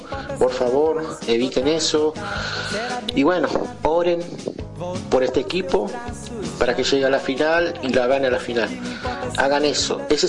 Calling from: José C. Paz, Buenos Aires Province, Argentina; de José Cepaz

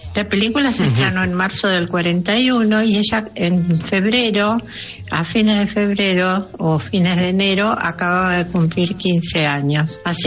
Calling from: Buenos Aires, Argentina; de Recoleta.

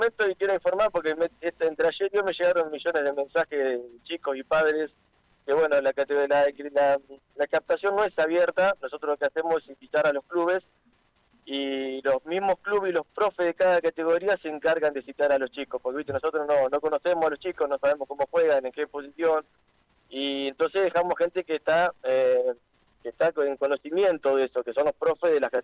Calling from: Ramallo, Buenos Aires Province, Argentina

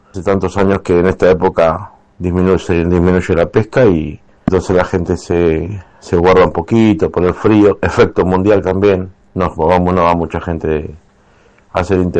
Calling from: Miramar, Buenos Aires Province, Argentina; de Miramar.

